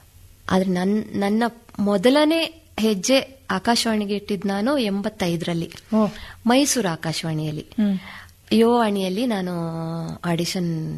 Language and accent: Kannada; Kukke Subramanya, Karnataka, India; ಅಲ್ಲ, ನಾನು ಕುಕ್ಕೆ ಸುಬ್ರಹ್ಮಣ್ಯದವಳು.